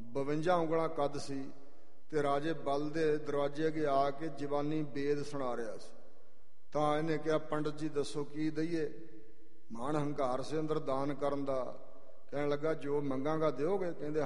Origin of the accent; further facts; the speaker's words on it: Punjab, India; ਮੇਰੇ ਨਾਲ ਦੇ ਪਿੰਡ ਰੰਗੜ ਨੰਗਲ ਵਿੱਚ, ਰੰਗੜ ਨੰਗਲ ਪਿੰਡ ਨਾਲ ਹੀ ਆ ਮੇਰੇ ਪਿੰਡ ਦੇ, ਜ਼ਿਲ੍ਹਾ ਗੁਰਦਾਸਪੁਰ 'ਚ